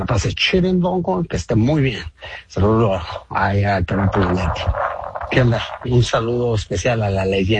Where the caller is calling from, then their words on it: Houston, Texas, United States; desde Houston, saludándoles este viernes lluvioso aquí en Houston